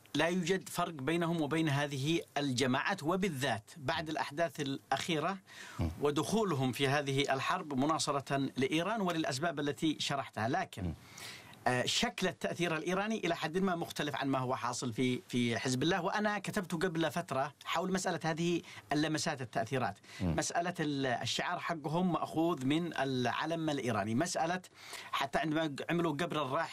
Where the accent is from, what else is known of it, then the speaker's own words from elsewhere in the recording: Yemen; نحن كيمنيين